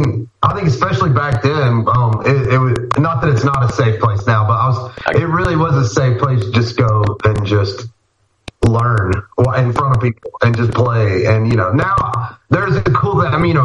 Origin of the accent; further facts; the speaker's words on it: North Carolina, United States; I grew up in North Carolina, and my dad's a pastor